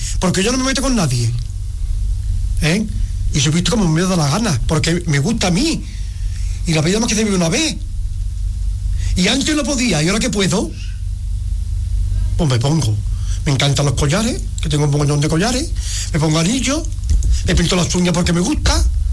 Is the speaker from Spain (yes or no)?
yes; Arcos de la Frontera, Andalusia, Spain; moved away as an adult; also born or lived in Basque Country; cuando me jubilé, pues me vine a mi tierra, a Arco de la Frontera, pues yo nací aquí. Que me fui con 25 años.